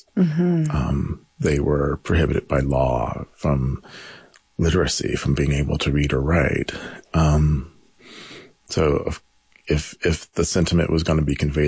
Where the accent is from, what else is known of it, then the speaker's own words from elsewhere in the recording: Georgia, United States; my hometown was the antebellum and Confederate capital of Georgia